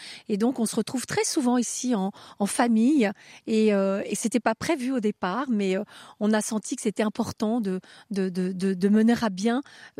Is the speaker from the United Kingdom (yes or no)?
no; Fronsac, Nouvelle-Aquitaine, France; je suis née ici à Fronsac et je dors actuellement dans la chambre dans laquelle je suis.